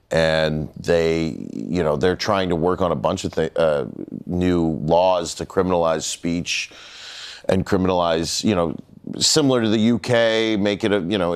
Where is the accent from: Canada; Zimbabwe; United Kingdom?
Canada; now in United States; it's a honor as a Canadian to get to work and live in America.